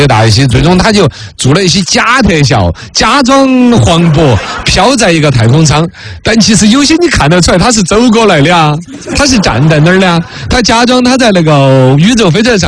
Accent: Chengdu, Sichuan, China; 我们成都人噻

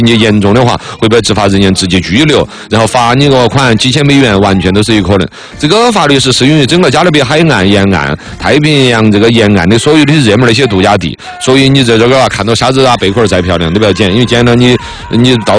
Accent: Chengdu, Sichuan, China; 这个尤其我们成都人哈

